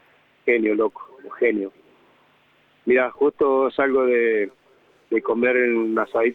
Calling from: San Rafael, Mendoza, Argentina; te llamo de San Rafael, Mendoza.

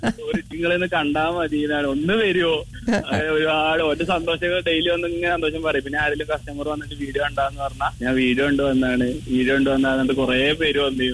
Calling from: Perinthalmanna, Kerala, India; Malappuram Perinthalmanna.

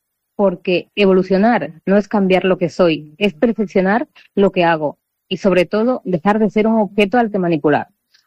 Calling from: Murcia, Region of Murcia, Spain; de Murcia, saludos.

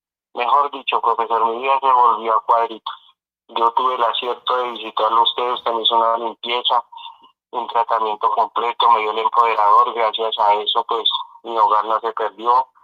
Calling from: Mosquera, Cundinamarca, Colombia; Aquí en Mosquera, Cundinamarca.

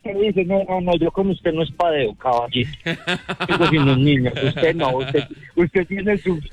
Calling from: Manizales, Caldas, Colombia; de Manizales.

